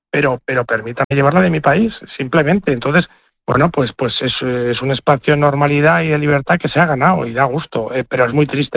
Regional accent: Spain

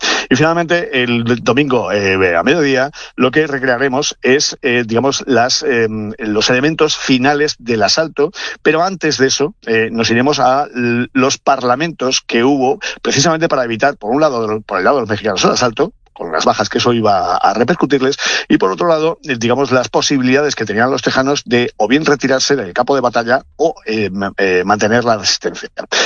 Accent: Spain; para los españoles

